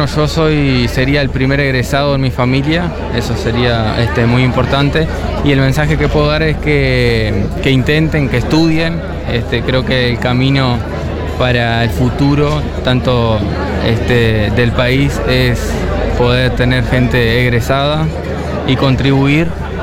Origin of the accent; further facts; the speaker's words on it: Artigas, Uruguay; moved away as an adult; now in Salto, Uruguay; vengo desde Artigas, tengo 26 años